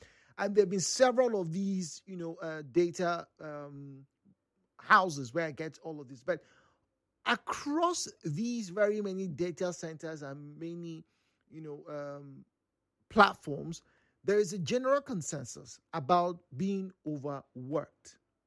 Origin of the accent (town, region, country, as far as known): Nigeria